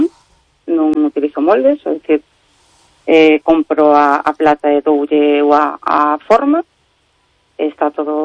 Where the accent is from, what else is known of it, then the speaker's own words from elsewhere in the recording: O Grove, Galicia, Spain; Son do Grove, son de Puerto de Mar.